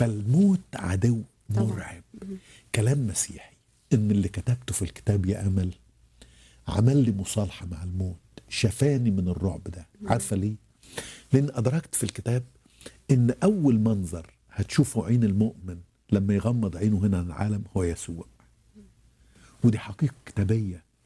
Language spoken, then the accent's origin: Arabic; Egypt; اللي بيعدم الناس عندنا في مصر